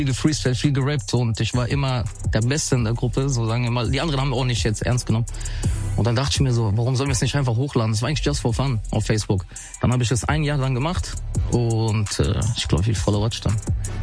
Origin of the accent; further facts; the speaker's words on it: Offenbach am Main, Hesse, Germany; Ich bin in Offenbach aufgewachsen und wir hatten so ein Jugendzentrum. Und das war in Offenbach Nordend.